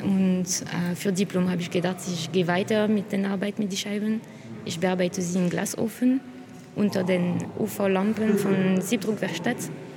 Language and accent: German; France; German is a second language; now in Germany; ich bin Französin. Ich studiere hier seit 5 Jahren in Klasse Gregor Schneider.